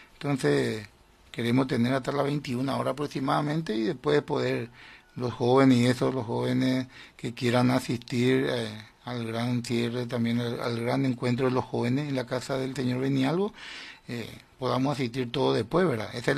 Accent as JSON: {"language": "Spanish", "town": "Carapeguá", "region": "Paraguarí", "country": "Paraguay", "said": "como ciudadano carapegüeño, como paraguayo que somos."}